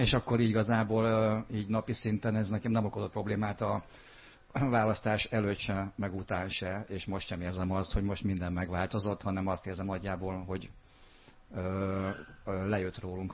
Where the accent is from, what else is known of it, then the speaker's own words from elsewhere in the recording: Pécs, Baranya, Hungary; egyelőre így nem érzem ezt másnak, mint egy választópolgár, vagy egy pécsi ember.